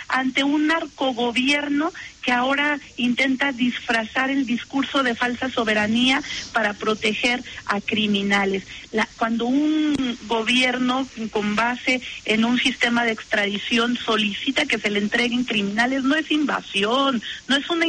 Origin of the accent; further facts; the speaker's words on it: Zacatecas, Mexico; Simplemente déjame hablar de mi tierra. En Zacatecas había funcionarios de gobierno estatal